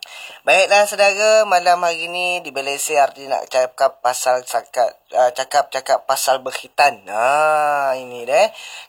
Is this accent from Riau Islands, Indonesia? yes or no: yes; Riau Islands, Indonesia; Jadi kalau kita orang kita Kepri, orang kita Melayu